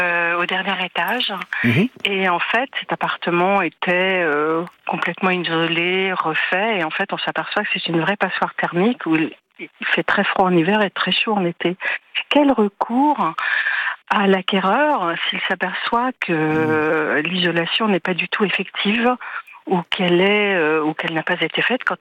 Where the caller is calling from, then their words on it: Île-de-France, France; Du Val-de-Marne